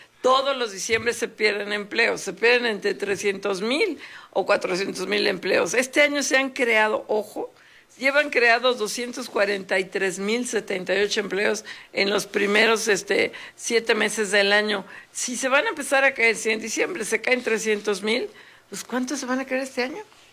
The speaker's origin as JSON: {"language": "Spanish", "country": "Mexico", "said": "si alguien sabemos de esto, somos nosotros los mexicanos"}